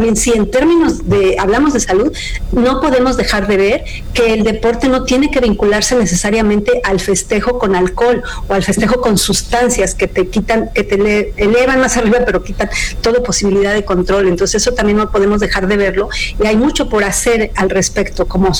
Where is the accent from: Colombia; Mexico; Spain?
Mexico; Nos puede pasar como mexicanos en este momento